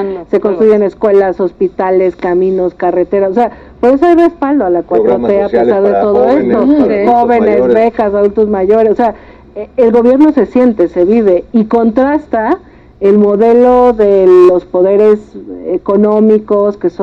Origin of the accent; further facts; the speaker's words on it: Mexico; como mexicanas y mexicanos, ¿no? Somos parte de una historia, y este momento de la historia de nuestro país